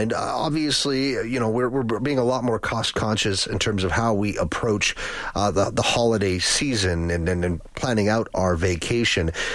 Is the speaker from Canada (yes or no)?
yes; Lloydminster, Canada; Hey, don't knock it. I'm from Lloyd, and we have the world's largest sundial.